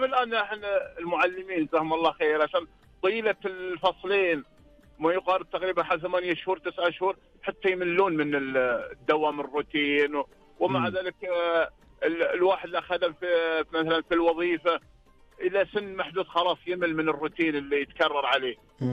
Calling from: Eastern Province, Saudi Arabia; من المنطقه الشرقيه.

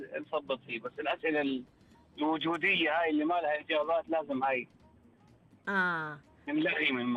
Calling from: Jeddah, Makkah Province, Saudi Arabia

